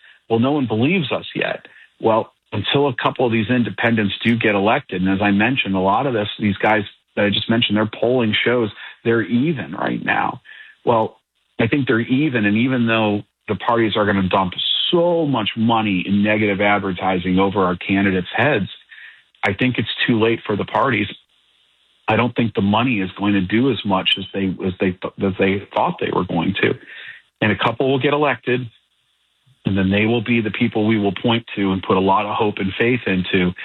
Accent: Cleveland, Ohio, United States; And I'm a diehard Cleveland Browns fan. Well, I didn't do it by choice. I did it because I come from Cleveland, and I'm so proud of my hometown, because my hometown is what gave my ancestors the American dream.

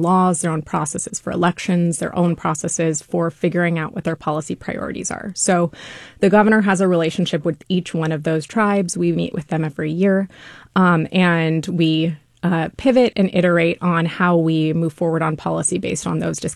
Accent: Los Angeles, California, United States; growing up in California, I grew up in the Los Angeles area. We didn't really learn about California tribes growing up.

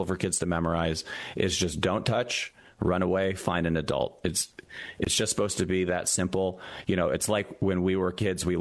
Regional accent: Massachusetts, United States; I come from Massachusetts myself. I was raised in Massachusetts. I grew up in communities.

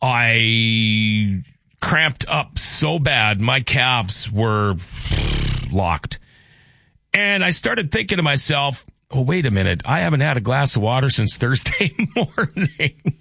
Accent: Minnesota, United States; I got to talk about Omar. I'm a Minnesotan.

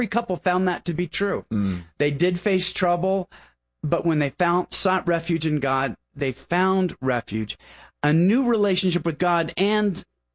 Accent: Pacific Northwest, United States

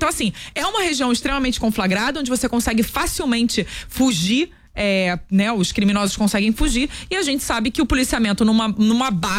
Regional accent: Rio de Janeiro, Brazil; Vou rápido pra minha região, Engenho Novo, zona norte do Rio de Janeiro. Porque eu sou moradora do Meier, mas sou nascida e criada no Engenho Novo.

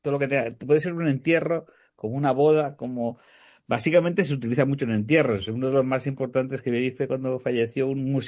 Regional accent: Spain; moved away; Cuando regreso a España me pongo a llorar cada vez que llego porque amo mi tierra y 1.000 amigos

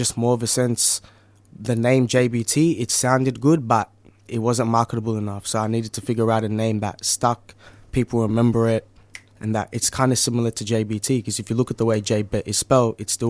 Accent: Melbourne, Victoria, Australia; Melbourne Southeast, you know what I'm saying?

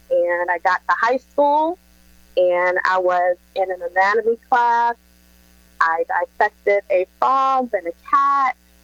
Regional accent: Miami, Florida, United States; born there; I was born in Miami, Florida, to Haitian parents.

